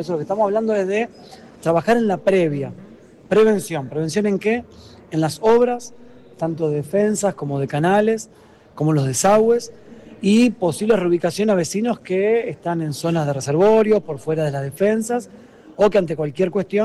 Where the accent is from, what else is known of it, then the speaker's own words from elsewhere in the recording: Santa Fe, Argentina; somos santafesinos